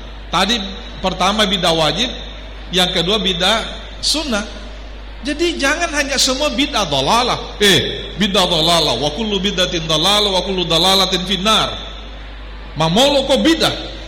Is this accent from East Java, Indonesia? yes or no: no; Makassar, South Sulawesi, Indonesia; Karena Saya maaf, saya besar, saya lama di Makassar.